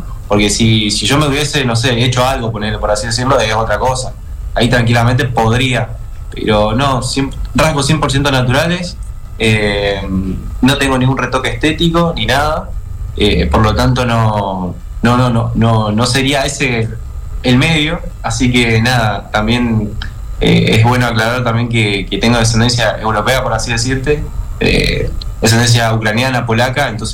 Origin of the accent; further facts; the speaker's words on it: Villa Ángela, Chaco, Argentina; moved away as an adult; now in Buenos Aires, Argentina; soy chaqueño, soy de Villa Ángela